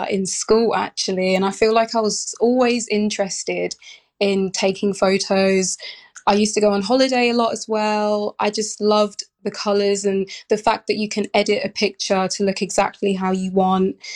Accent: Southend-on-Sea, East of England, United Kingdom; I grew up in Essex, Southend-on-Sea.

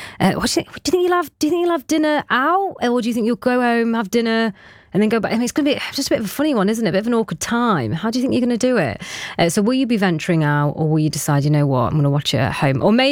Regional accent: Pakistan; I'm going to get myself down there later on as a Pakistani woman.

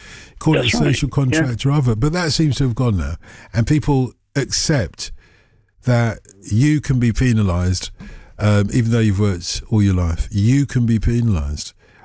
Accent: United Kingdom; I think there's a problem for us in conflating pride to be British or pride in being British with, you know, the way that the government works.

